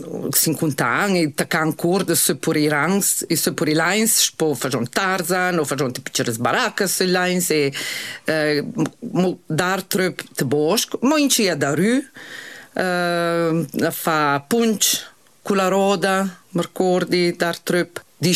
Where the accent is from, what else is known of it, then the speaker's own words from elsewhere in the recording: Corvara, Trentino-Alto Adige, Italy; Io sono cresciuta su a Corvara, io sono giù da scuola in Corvara.